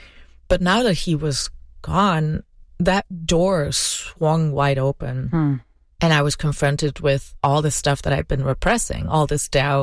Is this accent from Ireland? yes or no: no; Belgium; English is a second language; moved away as an adult; now in United States; I'm from Belgium. I'd moved to the U.S. for David, and I felt so untethered, and the questions were so big all of a sudden.